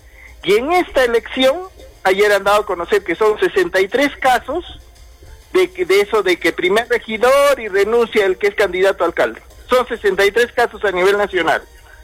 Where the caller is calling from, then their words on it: Arequipa, Peru; yo vivo en Bustamante, aquí en Arequipa